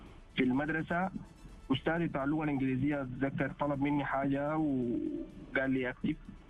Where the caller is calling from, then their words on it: Sudan; عندنا مثلا في السودان